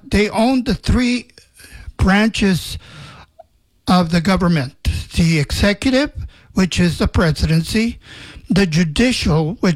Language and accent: English; Laredo, Texas, United States; I was born in Mexico, in Nuevo Laredo, Mexico, but I moved to Laredo, Texas when I was like 7 years old. And now I'm in my 70s, and I've been here in the United States for most of my life now.